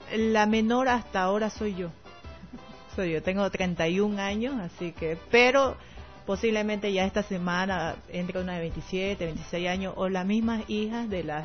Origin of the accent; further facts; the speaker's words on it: Camiri, Santa Cruz, Bolivia; de Camiri, como soy yo, del Chaco cruceño.